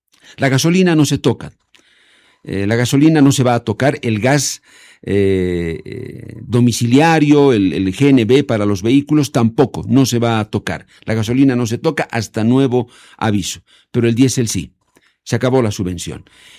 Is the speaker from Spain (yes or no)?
no; Bolivia; exigir a todos los trabajadores, que somos los bolivianos, en realidad todos, que trabajemos por igual